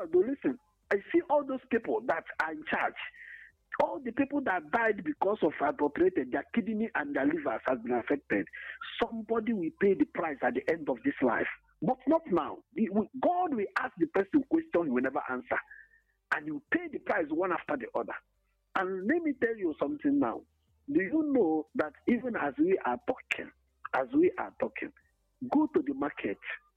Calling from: Enugu, Enugu State, Nigeria; I'm calling from Enugu.

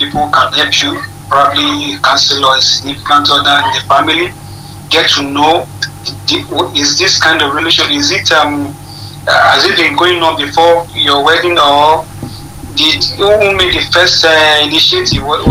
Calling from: Kitchener, Ontario, Canada; calling from Kitchener.

